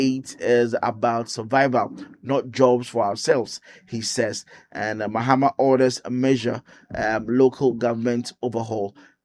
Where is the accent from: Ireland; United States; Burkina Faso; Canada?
Burkina Faso; It is the business people, as we are, for instance, I come from Burkina.